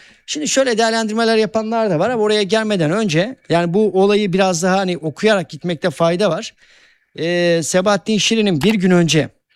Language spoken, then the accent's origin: Turkish; Erzincan, Turkey; Ben çocuktum, ben de Erzincanlıyım.